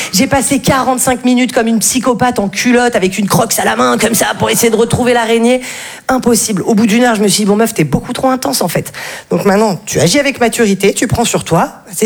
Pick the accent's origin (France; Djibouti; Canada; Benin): France; Val-de-Blore, Provence-Alpes-Côte d'Azur; parce que moi, je viens d'un tout petit village qui s'appelle Val-de-Blore. C'est sublime, mais alors, il faut pas du tout se faire mal là-bas